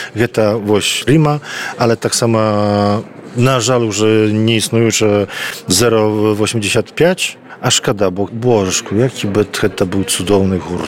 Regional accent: Podlaskie Voivodeship, Poland; мы тут, на Белосточчыне існуем, мы таксама беларусы

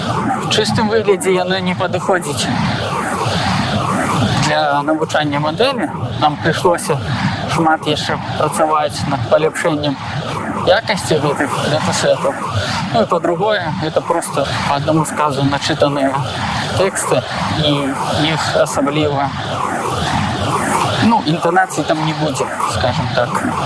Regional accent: Kletsk, Minsk Region, Belarus; Ось я з Клецку там паказваецца на мапе. Ось у нас тут такое маўленне.

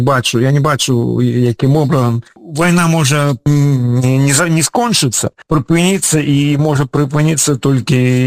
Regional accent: Ukraine; я грамадзін Беларусі, але я украінец, і заўсёды быў, я сам, калі сі канал, заўсёды неяк так склалася, што я заўсёды адчуваў сябе украінцам

